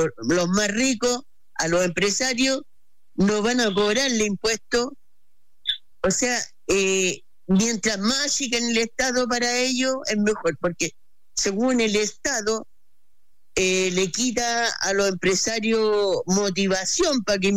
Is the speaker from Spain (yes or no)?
no; Chile